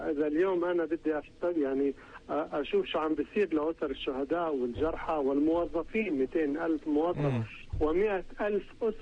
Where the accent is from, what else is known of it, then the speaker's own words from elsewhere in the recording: Palestine; نحن كشعب فلسطيني